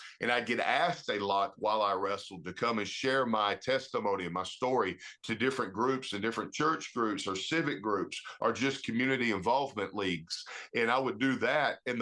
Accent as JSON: {"language": "English", "town": "Anniston", "region": "Alabama", "country": "United States", "tie": "born or raised there", "said": "here in my hometown"}